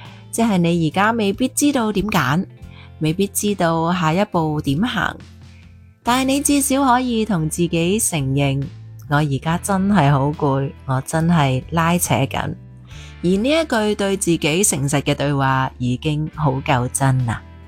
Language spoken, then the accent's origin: Cantonese; Hong Kong